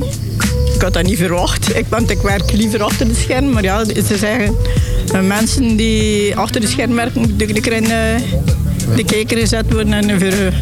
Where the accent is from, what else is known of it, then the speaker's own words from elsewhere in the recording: Sinaai, Flanders, Belgium; now in Daknam, Belgium; Allee, ik ben van Sinaï, maar hij is van Daknam Lokeren.